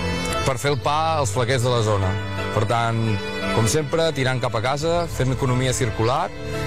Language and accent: Catalan; Pals, Catalonia, Spain; pel fet només de que és el meu poble, diguem-ho així. El forn de Pal Empordà és un forn de pa